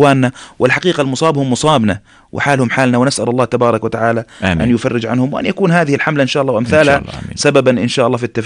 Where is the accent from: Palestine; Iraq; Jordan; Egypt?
Jordan; إحنا في الأردن في هذا البلد المبارك تربينا على قيم